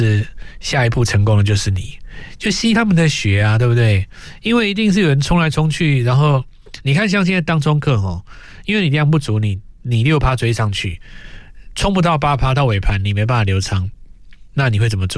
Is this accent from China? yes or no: no; Taiwan; 那再来就是我们台湾这边的问题了